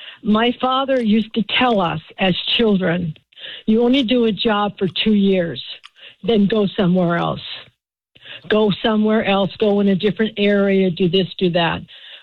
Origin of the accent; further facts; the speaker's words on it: California, United States; I'm from California. I am 80 years old, so I've lived a very wonderful life. I was born on a farm.